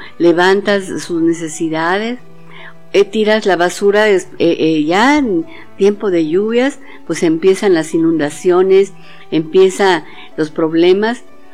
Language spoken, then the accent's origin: Spanish; Mexico